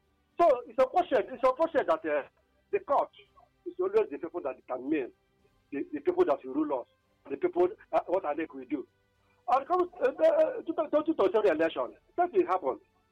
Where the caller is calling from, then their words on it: Obuka, Anambra, Nigeria; I come from Obuka, the Anambra State.